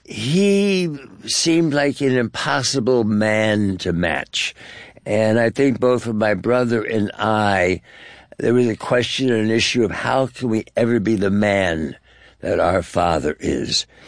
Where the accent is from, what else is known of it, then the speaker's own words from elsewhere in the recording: East Coast, United States; we were growing up on the East Coast with my mother